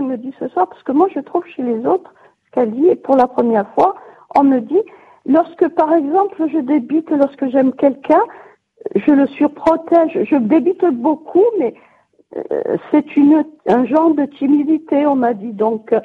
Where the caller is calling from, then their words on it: Corsica, France; moi, je suis française et j'habite en Corse